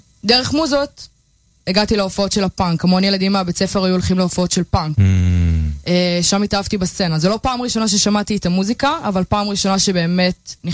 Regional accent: Bat Yam, Tel Aviv District, Israel; also born or lived in Plymouth; now in London, United Kingdom; כן, אני מבת ים. עכשיו אני אגור בלונדון, עוד שבוע.

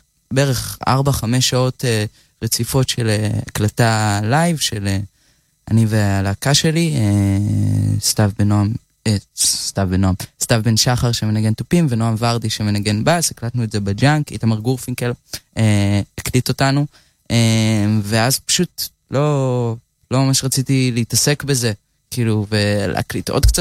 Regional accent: Hadera, Haifa District, Israel; אני גדלתי בחדרה, נולדתי ב-2002, אני בת 24

